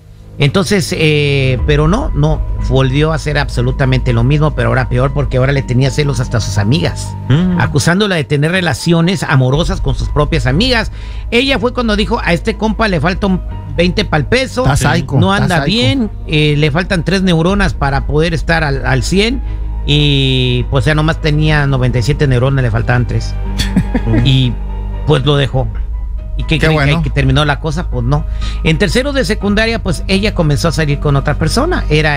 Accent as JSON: {"language": "Spanish", "town": "Morelia", "region": "Michoacán", "country": "Mexico", "tie": "born or raised there", "moved": "yes", "said": "Nací aquí, pero crecí allá en Morelia, Michoacán, viví en la colonia Centro"}